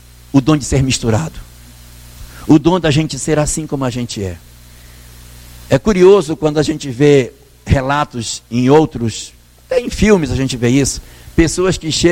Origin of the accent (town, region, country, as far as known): Brazil